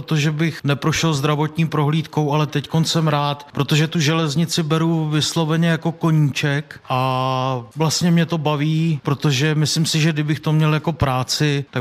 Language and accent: Czech; Česká Kamenice, Ústí nad Labem Region, Czechia; pocházím z České Kamenice